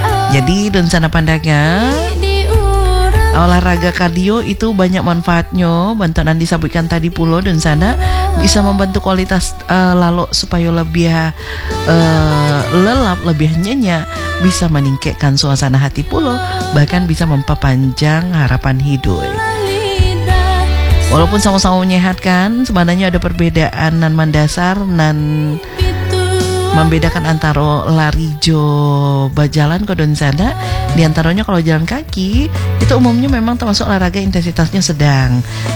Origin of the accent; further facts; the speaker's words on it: West Sumatra, Indonesia; Seharusnya bentuk itu filosofi dan kita pegang sebagai orang Minang.